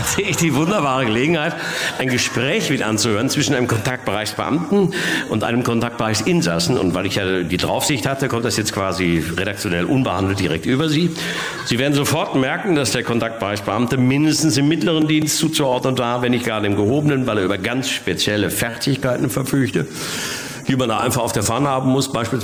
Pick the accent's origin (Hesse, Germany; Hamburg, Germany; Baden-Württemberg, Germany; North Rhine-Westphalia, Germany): North Rhine-Westphalia, Germany; Bochum; meine Heimatstadt Bochum ist ja für Nordrhein-Westfalen das, was Amerika für die freie Welt darstellt.